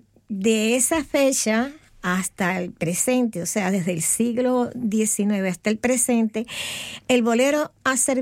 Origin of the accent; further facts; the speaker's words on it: Santiago de Cuba, Cuba; born there; moved away; Y nosotros, porque yo nací en Santiago de Cuba, somos santiagueros.